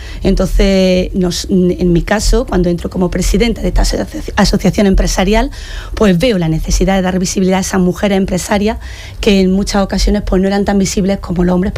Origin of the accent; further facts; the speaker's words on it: Martos, Andalusia, Spain; a mí me tiraba a mi tierra